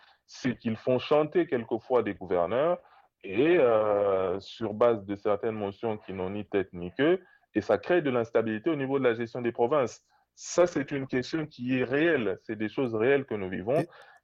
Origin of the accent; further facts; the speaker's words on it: DR Congo; Pour moi, en tant que Congolais